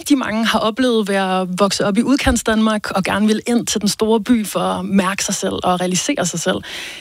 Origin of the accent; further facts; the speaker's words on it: Bagsværd, Capital Region of Denmark, Denmark; jeg er vokset op på den der S-togslinje, fordi jeg er vokset op i Bagsvær, bor der stadig